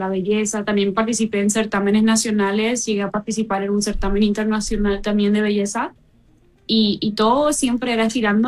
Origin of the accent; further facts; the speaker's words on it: Mariano Roque Alonso, Central, Paraguay; born there; also born or lived in Hamburg; No, yo nací acá en Paraguay, en Mariano Roque Alonso nací yo. Pero cuando tuve 3 años, me fui un rato a Alemania, ¿verdad? Vivimos ahí un tiempito, pero...